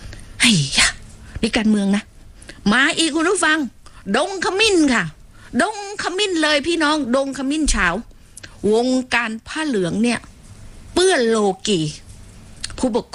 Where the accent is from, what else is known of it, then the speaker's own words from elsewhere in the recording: Phuket, Thailand; ดิฉันได้เกิดมาเป็นคนภูเก็ตโดยกำเนิดนะเกิดถนนดีบุก